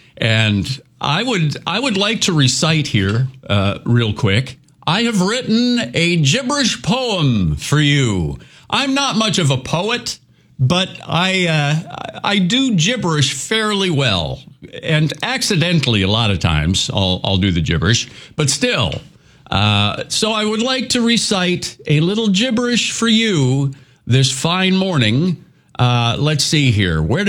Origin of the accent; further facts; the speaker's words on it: Minneapolis, Minnesota, United States; now in Eastern Iowa, United States; I grew up in Minneapolis, so I have to be a Vikings fan.